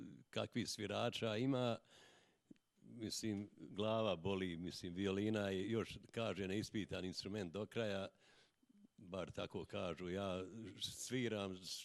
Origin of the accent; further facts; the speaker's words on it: Bosnia & Herzegovina; Ja sam jedini Bosanac koji imam brata Slovenca.